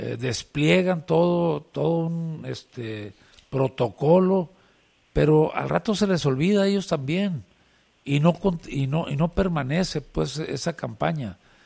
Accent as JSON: {"language": "Spanish", "town": "Los Mochis", "region": "Sinaloa", "country": "Mexico", "said": "somos malos mexicanos, malos sinaloenses, malos mochitenses"}